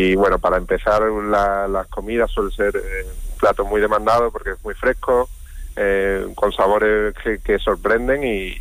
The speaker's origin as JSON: {"language": "Spanish", "town": "Mairena", "region": "Andalusia", "country": "Spain", "tie": "born or raised there", "moved": "as an adult", "said": "Mira, yo soy de Mairena de toda la vida, pero bueno, hace muchos años me fui a Latinoamérica, bueno, a trabajar en otros temas"}